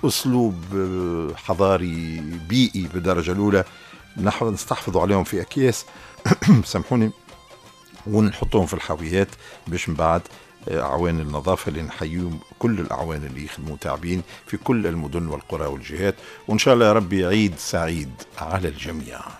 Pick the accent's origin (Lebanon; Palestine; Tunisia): Tunisia